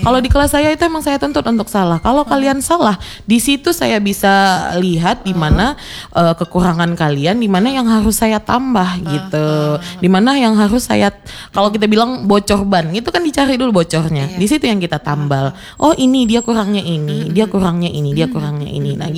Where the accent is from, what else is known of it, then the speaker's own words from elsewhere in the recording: Aceh, Indonesia; kita orang Aceh